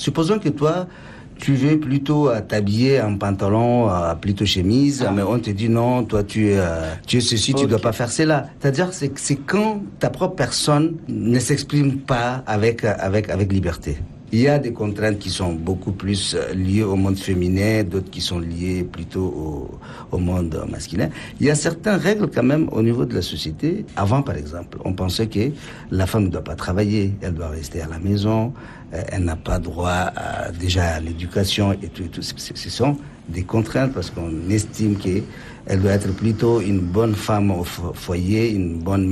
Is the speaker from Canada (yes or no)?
no; Chad; chez nous au Tchad